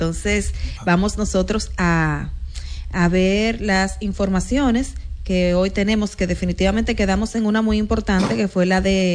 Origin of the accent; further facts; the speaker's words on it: Dominican Republic; nosotros como dominicanos